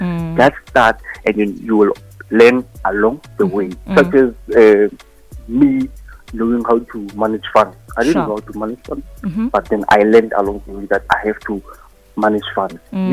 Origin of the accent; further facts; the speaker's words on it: Hammanskraal, Gauteng, South Africa; and I'm from Hammanskraal.